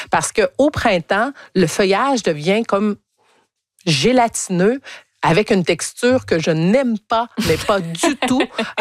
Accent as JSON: {"language": "French", "region": "Quebec", "country": "Canada", "said": "parce que je viens encore une fois de l'Estrie, on a des chevreuils qui mangent les haies de cèdre."}